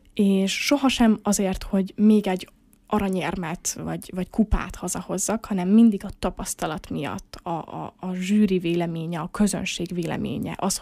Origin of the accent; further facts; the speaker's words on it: Miskolc, Borsod-Abaúj-Zemplén, Hungary; ugye én miskolci vagyok